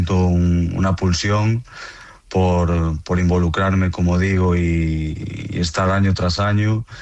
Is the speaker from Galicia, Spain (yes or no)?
yes; Galicia, Spain; Es un tema estructural en mi tierra, en Galici